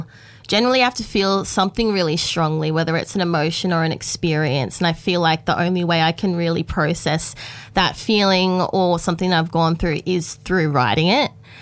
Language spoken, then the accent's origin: English; Grafton, New South Wales, Australia; also born or lived in Sydney / Gold Coast; now in Lismore, Australia; Yeah, so I was born and raised in Grafton. Moved to Sydney for a bit for uni, but then I've stayed in between the Gold Coast and now I'm based in Lismore.